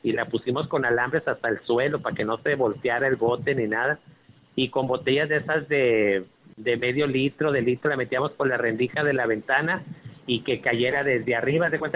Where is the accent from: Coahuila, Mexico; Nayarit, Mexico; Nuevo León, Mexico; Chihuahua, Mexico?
Coahuila, Mexico; Agujita; como nos conocemos, somos aquí de Agujita. Le digo … así como me conocen aquí.